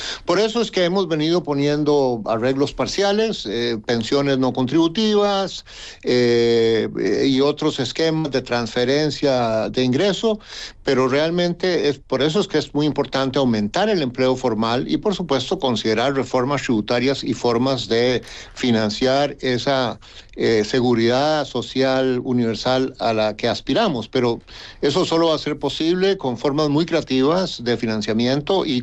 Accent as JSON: {"language": "Spanish", "country": "Costa Rica", "said": "mi país, Costa Rica, yo soy costarricense"}